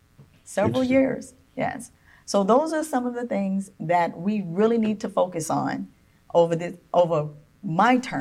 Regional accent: Dunbar, Florida, United States; Of course, I'm from Dunbar. I love Dunbar.

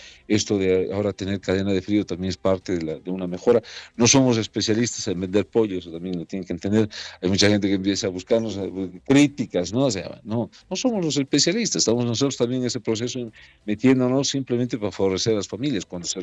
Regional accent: Bolivia

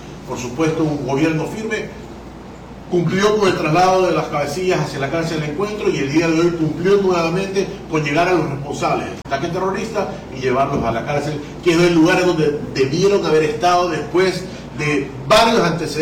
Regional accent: Ecuador

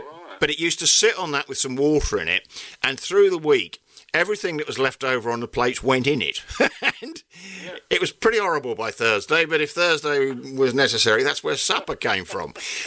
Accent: London, United Kingdom; …

